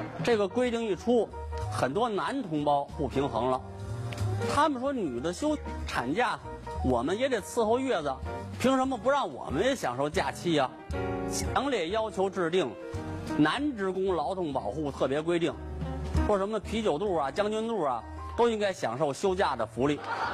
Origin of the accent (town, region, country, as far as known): China